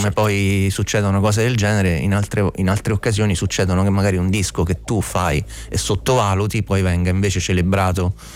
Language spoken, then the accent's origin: Italian; Apulia, Italy; io sono pugliese e questa è la ragione per cui questo lavoro si orienta poi sul folk e sul, diciamo, va a recuperare le origini della taranta, della pizzica, che sono tutte musiche con cui io sono cresciuto da piccolo.